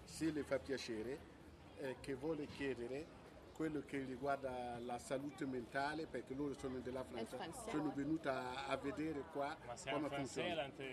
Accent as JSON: {"language": "French", "country": "Burkina Faso", "said": "Je viens du Burkina Faso."}